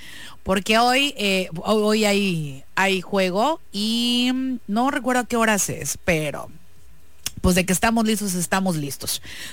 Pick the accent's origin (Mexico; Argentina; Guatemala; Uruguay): Mexico; Como buena tía mexicana que soy.